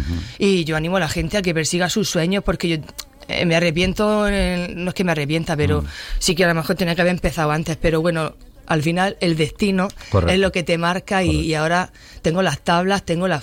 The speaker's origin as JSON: {"language": "Spanish", "area": "Almería", "region": "Andalusia", "country": "Spain", "said": "me sigue mucha más gente de fuera de Almería."}